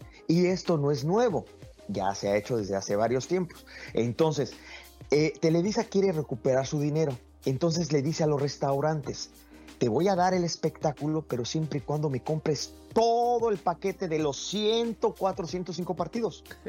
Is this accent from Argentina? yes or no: no; Mexico; en México, y te lo digo porque soy mexicano